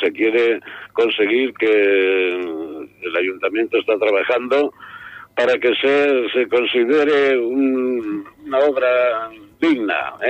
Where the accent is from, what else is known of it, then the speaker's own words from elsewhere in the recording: Caudete, Castilla-La Mancha, Spain; born there; Porque yo nací en Caudete queda muy lejos de Bilbao.